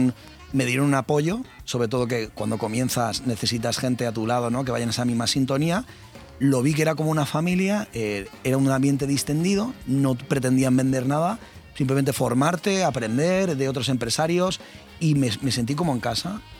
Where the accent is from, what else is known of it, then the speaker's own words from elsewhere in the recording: Benidorm, Valencian Community, Spain; mi pueblo, Benidorm concretamente.